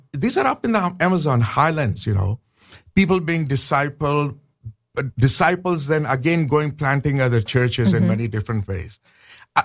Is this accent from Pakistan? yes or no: yes; Pakistan; I said, I'm a Christian from Pakistan.